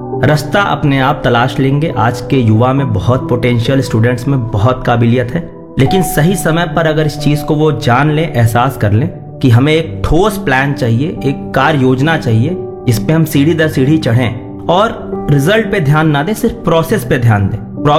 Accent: Azamgarh, Uttar Pradesh, India; born there; और पैदाइश की अगर बात करें तो आजमगढ़ जिले में मेरी पैदाइश हुई थी।

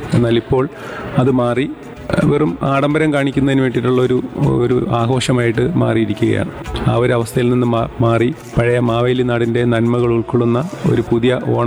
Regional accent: Thiruvananthapuram, Kerala, India; ഞാൻ തിരുവനന്തപുരം സ്വദേശി തന്നെയാണ്.

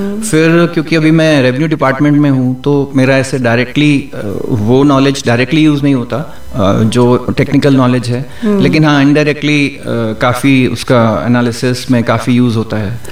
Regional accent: Kanpur, Uttar Pradesh, India; moved away as an adult; also born or lived in Delhi / Ahmedabad, Gujarat / Lucknow; now in Belagavi, India; मेरा जन्म यूपी उत्तर प्रदेश में हुआ था और मेरी पढ़ाई 12th क्लास तक उत्तर प्रदेश में ही हुई है, कानपुर में।

